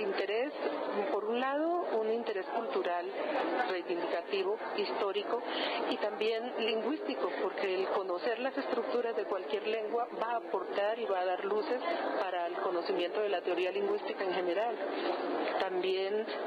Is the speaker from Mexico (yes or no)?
no; Boyacá, Colombia; yo soy boyacense, entonces los muiscas habitaron esa región de Boyacá, entonces son mis antepasados remotos.